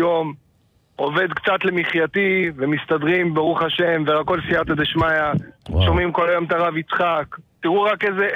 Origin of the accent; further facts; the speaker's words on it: Herzliya, Tel Aviv District, Israel; now in Jerusalem, Israel; אני היום גר בירושלים, אני גדלתי בהרצליה